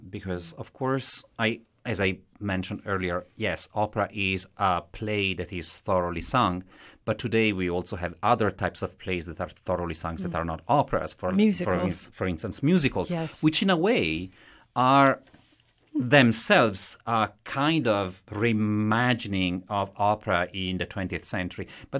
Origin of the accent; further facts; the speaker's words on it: Italy; accent: Italian; English is a second language; moved away; I am Italian, as you can tell from my accent.